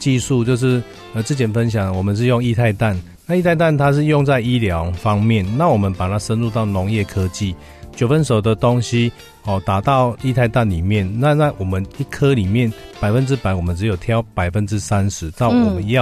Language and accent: Chinese; Taiwan; 我们台湾是因为没有那样的气候嘛